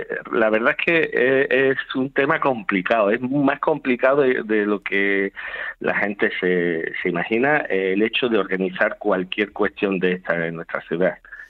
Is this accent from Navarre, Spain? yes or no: no; Málaga, Andalusia, Spain; moved away as an adult; now in Ceuta, Spain; yo soy de Málaga, estudié en el Conservatorio Superior de Málaga y me formé en Málaga, pero tuve la grandísima oportunidad de venir a Ceuta. En un principio vine por un solo año, ya llevo 30.